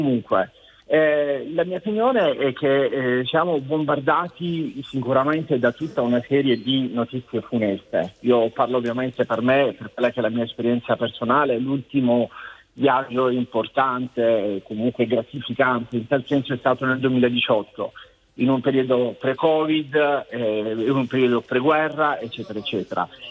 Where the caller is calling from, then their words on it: Taranto, Apulia, Italy; Io chiamo da Taranto.